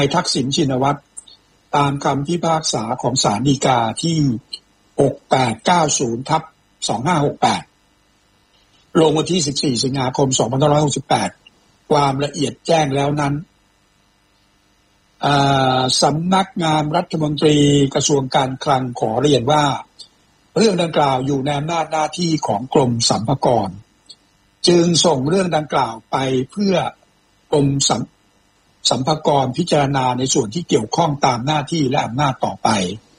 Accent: Ayutthaya, Phra Nakhon Si Ayutthaya, Thailand; ใช่เด็กหัวรอ

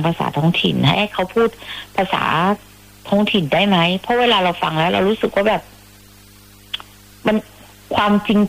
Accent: Southern Thailand, Thailand; อยากพูดได้ทุกสำเนียงเลยนะเพราะว่าตัว … เป็นคนใต้เนี่ย … ก็พูดออกทองแดงเพราะว่า … ไม่ได้อยู่ใต้ตลอดเวลา

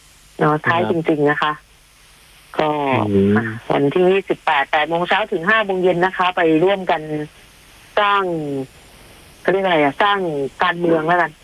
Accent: Bangkok, Thailand; moved away; เราอยู่เป็นชาวกรุงเทพมาตลอด38ปี

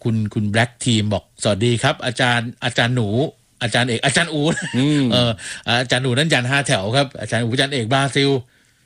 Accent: Bangkok, Thailand; ของผมเพื่อนอยู่ใต้เยอะไงแทบจะเป็นคนเดียวเลยมั้งที่เป็นคนกรุงเทพอ่ะเออนอกนั้นนี่โอ้โหเพื่อนเป็นคนใต้หมดเลย

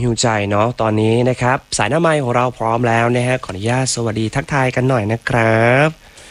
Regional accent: Chaiyaphum, Thailand; โอ้คนบ้านเดียวกับผมเลยนะแต่ว่าผมเป็นคนชัยภูมิเนาะ

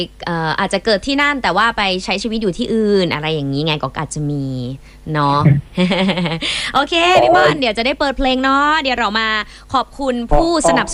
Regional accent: Chiang Mai, Thailand; เชียงใหม่เจ้าเออ

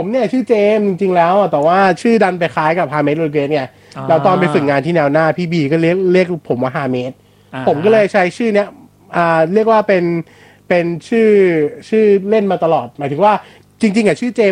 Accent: Lam Luk Ka, Pathum Thani, Thailand; also born or lived in Min Buri, Bangkok; ผมเนี่ยเป็นคนลำนุกาแต่ว่าลูกครึ่งเนี่ยหมายความว่าไงผมต้องมีเชื้อสายอื่นไหมผมเป็นคนลำนุกาใช่

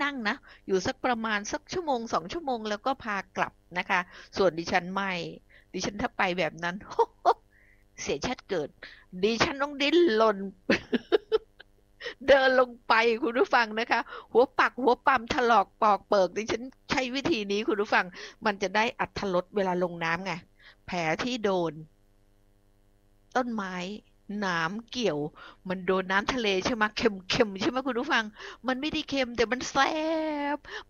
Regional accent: Phuket, Thailand

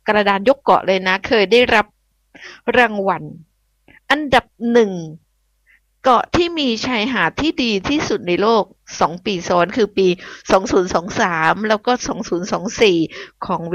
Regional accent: Phuket, Thailand; ลำดับที่5นั่นคือจังหวัดบ้านเกิดของดิฉันภูเก็ต

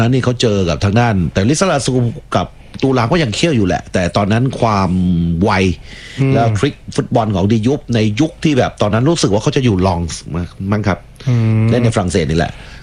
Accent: Southern Thailand, Thailand; ใช่ถ้าสวนยางเนี่ยผมก็เป็นคนใต้เหมือนกัน

